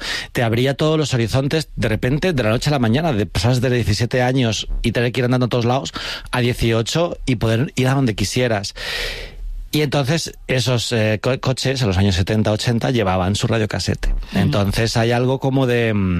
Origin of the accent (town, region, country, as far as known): Alcorcón, Community of Madrid, Spain